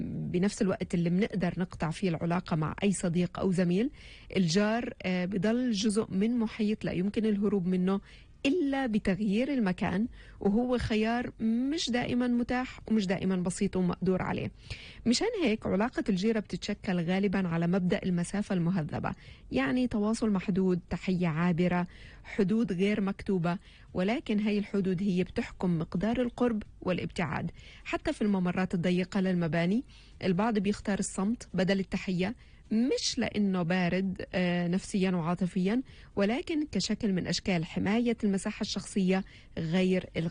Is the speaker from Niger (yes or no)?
no; Palestine; نحن بوضعنا كفلسطينيين